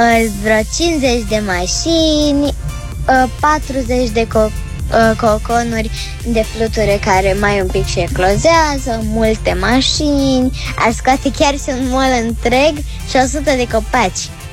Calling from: Reșița, Caraș-Severin, Romania; din Reșița, am 8 ani

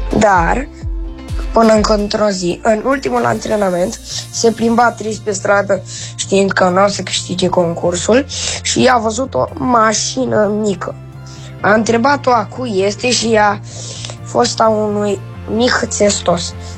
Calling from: Bucharest, Romania; din București și am 10 ani

